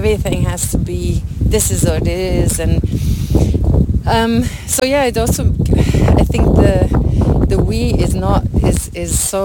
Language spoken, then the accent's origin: English; Romania; like you come from the States and I come from Romania